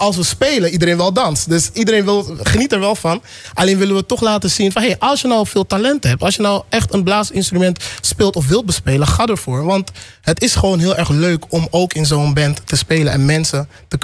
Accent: Almere, Flevoland, Netherlands; Want volgens mij zeg ik heel vaak dat we uit Almere komen. En maken we ook heel vaak reclame voor Almere.

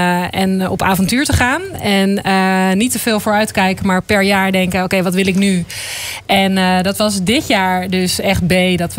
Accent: Zeewolde, Flevoland, Netherlands; Ik ben opgegroeid in Zeewolde, ja. Dus ja. Ik voel me helemaal thuis hier.

